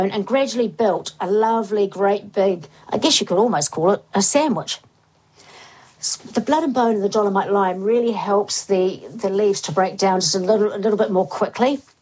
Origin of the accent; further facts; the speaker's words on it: Invercargill, Southland, New Zealand; I remember when I was growing up in Invercargill